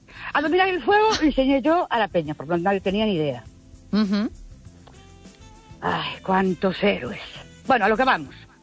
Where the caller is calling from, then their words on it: Ourense, Galicia, Spain; Buenas noches, soy … de Ourense.